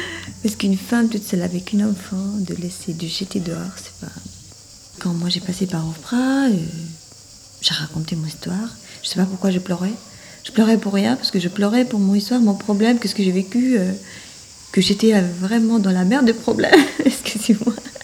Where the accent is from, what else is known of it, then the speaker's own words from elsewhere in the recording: Albania; French is a second language; moved away as an adult; now in Besançon, France; Alors, je suis venue de Albanie, à Besançon.